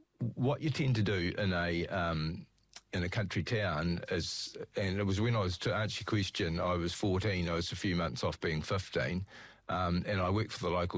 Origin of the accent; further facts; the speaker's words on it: Christchurch, Canterbury, New Zealand; Yep, I grew up on Linwood Ave in Christchurch, and what I would consider to be a pretty normal working class family.